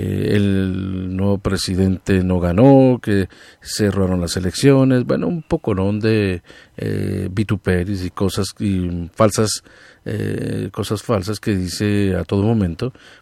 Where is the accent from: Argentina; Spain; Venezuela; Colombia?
Colombia